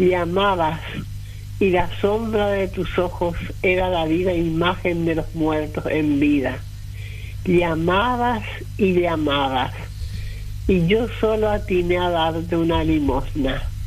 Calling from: Lambaré, Central, Paraguay; yo, como vivo en Lambaré, a veces me toca ir por la avenida Perón

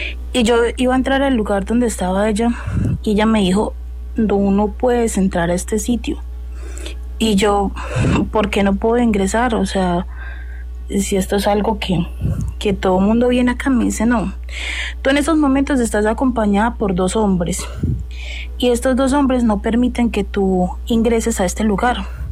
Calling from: Leticia, Amazonas, Colombia; yo soy de acá, de Leticia, Amazonas, somos frontera con Brasil y Perú.

